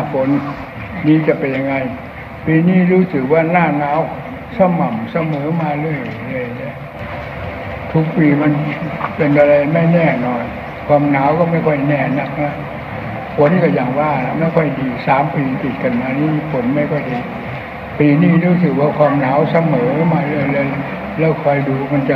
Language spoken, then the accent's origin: Thai; Isan, Thailand; ชาวอีสานก็พูดถึงองค์ความตนเราเป็นคนชาวอีสาน